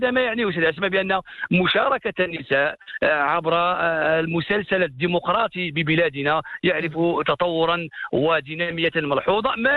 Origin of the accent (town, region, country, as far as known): Morocco